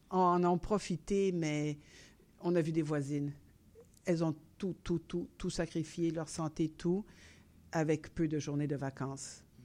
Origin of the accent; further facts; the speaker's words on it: northern Italy, Italy; Donc, ma mère n'avait pas ses recettes. On vient du nord de l'Italie.